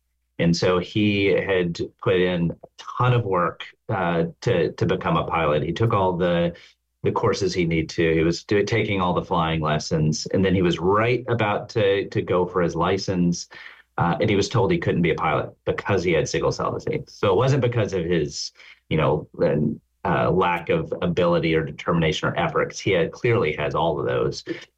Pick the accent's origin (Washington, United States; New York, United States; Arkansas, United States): Arkansas, United States; So I grew up very rural in the Ozark Mountains of Arkansas.